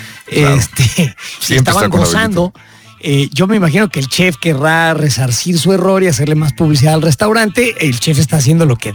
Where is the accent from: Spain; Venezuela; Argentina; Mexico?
Mexico; seamos lo que somos, mexicanos que estamos orgullosos